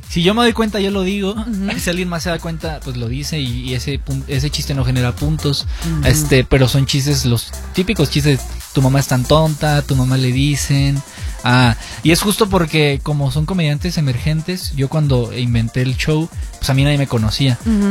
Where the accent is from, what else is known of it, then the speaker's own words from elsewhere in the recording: Tijuana, Baja California, Mexico; Soy de Tijuana, Baja California. ¡Viva Tijuana!